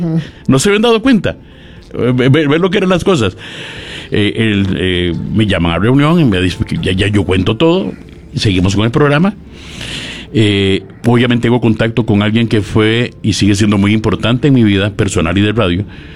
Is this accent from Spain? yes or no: no; San José, Chile; now in Punta Arenas, Chile; Bueno, yo no nací en Punta Arenas, yo nací en San José. Vivimos hasta 1970. Papá muere en 1970. Nos quedamos un tiempito más aquí en San José, mamá, mi hermano y yo. Mamá es porteña.